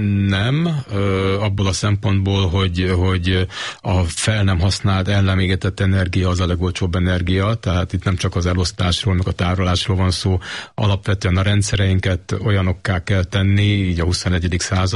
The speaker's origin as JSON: {"language": "Hungarian", "country": "Hungary"}